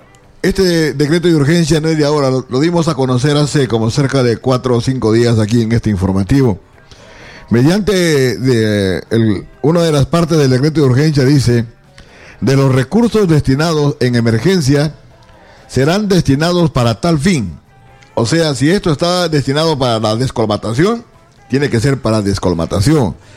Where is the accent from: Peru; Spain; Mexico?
Peru; En el Perú somos más vivos que pasados a ser, en el Perú somos recontravivos.